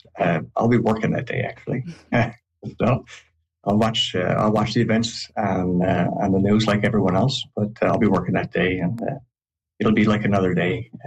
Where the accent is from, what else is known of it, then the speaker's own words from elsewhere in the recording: Gander, Newfoundland and Labrador, Canada; just turned 26. I was a controller at that point for 5 years. I was born and raised in Gander as well.